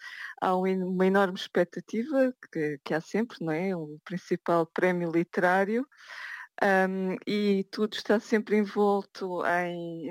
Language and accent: Portuguese; Portugal; now in Stockholm, Sweden; enquanto portuguesa